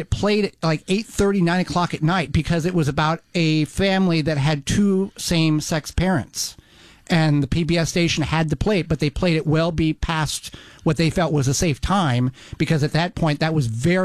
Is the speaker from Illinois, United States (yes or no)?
yes; Illinois, United States; I remember in growing up in Southern Illinois, it was WSIU Channel 8 out of Carbondale.